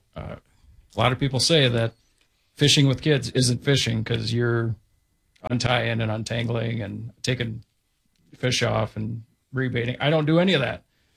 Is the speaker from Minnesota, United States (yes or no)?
yes; Dover, Minnesota, United States; now in Elgin, United States; So I grew up in Dover, Minnesota.